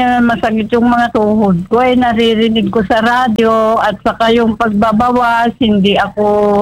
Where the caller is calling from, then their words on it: Cauayan, Cagayan Valley, Philippines; Dito lang ako, dito sa malapit sa Kawayan, Isabela.